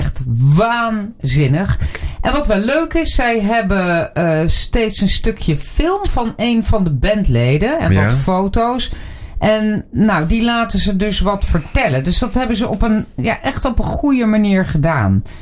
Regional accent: Gelderland, Netherlands; now in Zwolle, Netherlands; Ik was even in Wageningen omdat ik met een stel vriendinnen die eigenlijk uit het gebied komen waar, tenminste nog steeds wonen, waar ik vandaan kom.

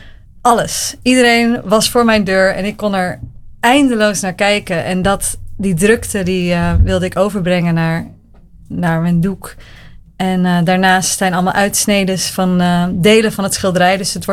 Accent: Amsterdam, North Holland, Netherlands; Want ik ben een Amsterdammer en wij kijken alleen maar in Amsterdam.

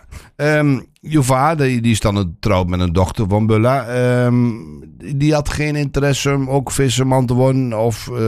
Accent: Netherlands; ik ben ook een kind van de Zuiderzee.

